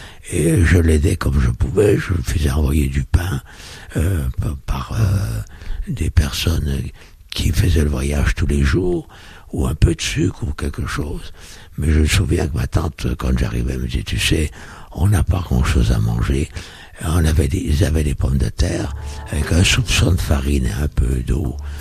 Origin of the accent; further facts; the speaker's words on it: Auboué, Grand Est, France; also born or lived in Jœuf; que mes parents ont quitté Auboué en 1941. Donc... j'avais plus de pieds à terre à Auboué, qui était mon pays natal. Donc j'étais chez ma tante, une sœur à ma mère, à Jeuf.